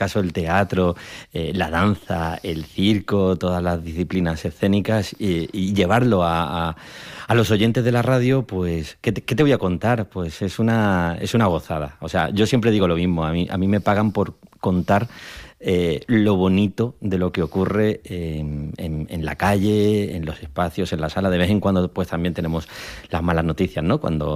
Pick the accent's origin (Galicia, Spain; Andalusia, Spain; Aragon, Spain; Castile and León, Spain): Andalusia, Spain; Málaga; Yo soy de Málaga y por motivos familiares, pues los 12, 13 años pasé varios veranos en Toledo